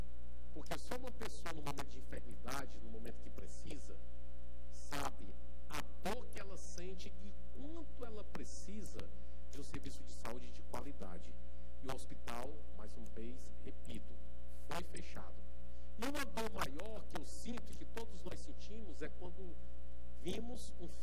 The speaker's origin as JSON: {"language": "Portuguese", "town": "Fortaleza", "region": "Ceará", "country": "Brazil", "said": "quem me conhece sabe que eu sou do Conjunto Ceará."}